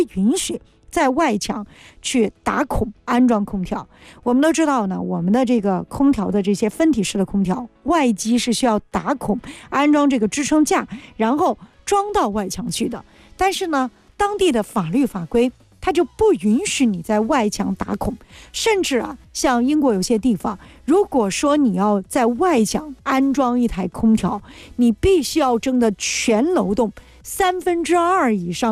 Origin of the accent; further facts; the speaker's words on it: China; 我们中国人有句话叫什么？